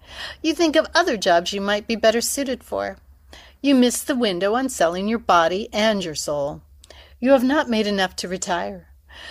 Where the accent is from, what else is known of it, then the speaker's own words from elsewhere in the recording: Whittier, California, United States; also born or lived in Montebello, California; now in Orange County, United States; Oh, I'm from Whittier. I'm born in Montebello, but raised mostly in Whittier.